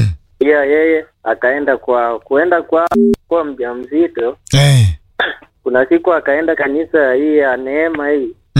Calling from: Kenya; natoka Chemchem.

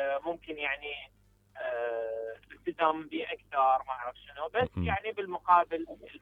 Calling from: Baghdad, Baghdad Governorate, Iraq

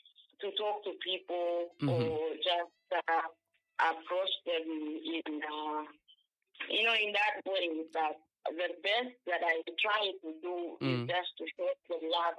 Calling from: Lusaka, Lusaka Province, Zambia; I'm calling you from Chibolia.

